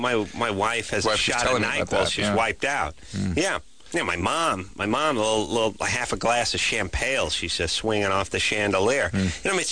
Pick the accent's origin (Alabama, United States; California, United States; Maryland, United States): California, United States; Los Angeles; I grew up in Los Angeles.